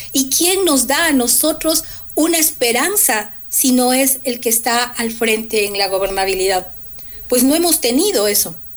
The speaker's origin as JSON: {"language": "Spanish", "country": "Ecuador", "said": "Los ecuatorianos amamos la libertad, nos movemos por el amor hacia nuestra patria"}